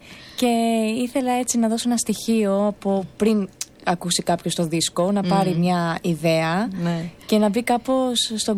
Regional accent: Patras, Western Greece, Greece; moved away as an adult; now in Athens, Greece; Από όταν θυμάμαι τον εαυτό μου μέχρι που έφυγα από την Πάτρα 18 χρονών εκεί.

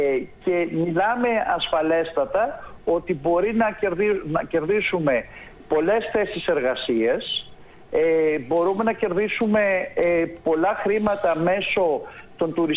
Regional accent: Greece

